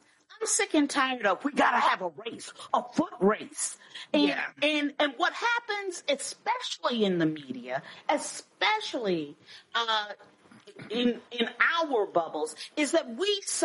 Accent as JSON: {"language": "English", "region": "Missouri", "country": "United States", "said": "I'm from Missouri. Show me."}